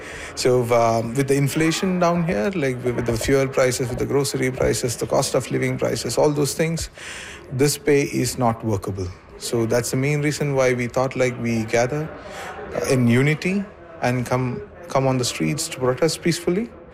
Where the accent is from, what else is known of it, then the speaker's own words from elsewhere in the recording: India; I'm from India. I've been here for the last 2 years.